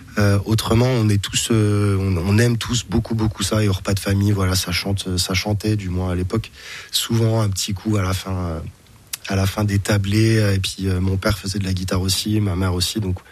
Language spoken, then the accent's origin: French; Bonnevent-Velloreille, Bourgogne-Franche-Comté, France; now in Besançon, France; Je viens de la campagne, pas très loin de Besançon. J'ai grandi à Bonnevent-Velloreille, une petite bourgade du 70 qui était très sympa, mais j'avais aucune connexion avec Bezac jusqu'à mes 18-20 ans. Voilà, j'ai vraiment grandi à la campagne.